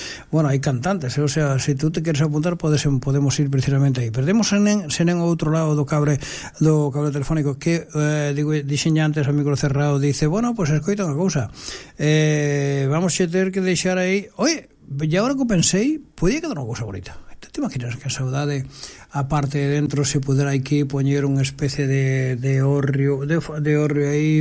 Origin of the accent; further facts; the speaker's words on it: Galicia, Spain; o Centro Galego, sigo sendo galego, eu sempre fundo o Centro Galego